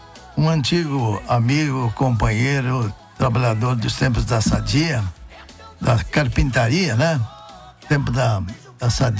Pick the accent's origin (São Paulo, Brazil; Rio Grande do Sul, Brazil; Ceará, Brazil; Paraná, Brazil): Rio Grande do Sul, Brazil; Santa Maria; Lá em Boca do Monte, eu sou filho da Boca do Monte. Isso. Aliás, eu sou do Campestre, na Boca do Monte, né?